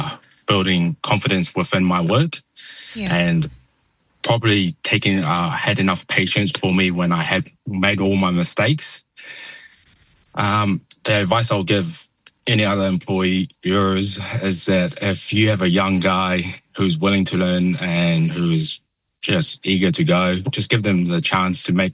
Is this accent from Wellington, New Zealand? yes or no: no; Auckland, New Zealand; I was born in New Zealand. I lived my whole life in Auckland.